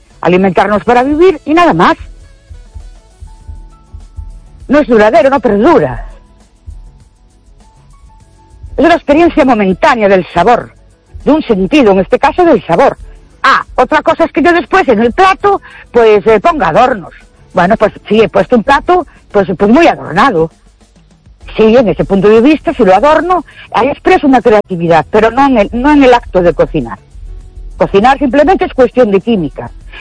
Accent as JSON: {"language": "Spanish", "town": "Ourense", "region": "Galicia", "country": "Spain", "said": "Buenas noches … de Urense."}